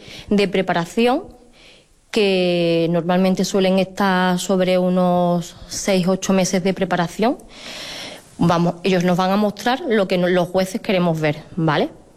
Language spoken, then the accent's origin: Spanish; Palma del Río, Andalusia, Spain; Para mí es un orgullo competir en mi pueblo.